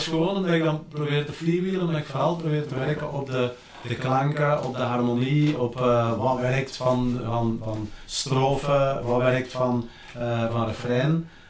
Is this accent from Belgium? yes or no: yes; Belgium; accent: Kempen; Oh, het ding is, ik ben een Kempenaar, dus als ik het Nederlands moet zingen, dan gaat belachelijk worden.